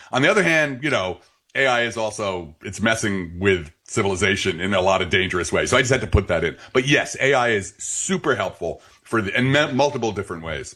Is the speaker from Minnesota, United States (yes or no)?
no; Belleville, New Jersey, United States